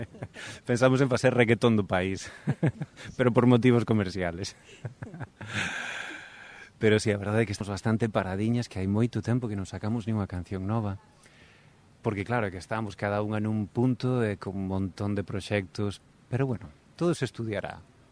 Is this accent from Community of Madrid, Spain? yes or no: no; Galicia, Spain; eu criei-me máis da zona de Vigo-Vigo, é dicir, eu criei-me no Valmiñor, miña familia do Morrazo